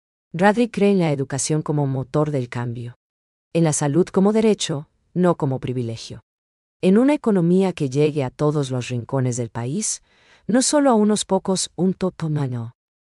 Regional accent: Paraguay

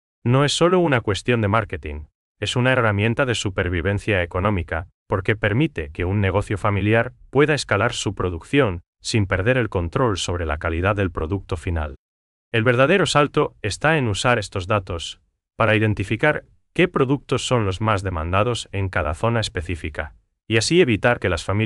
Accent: Paraguay; esa chispa que nos identifica como paraguayos

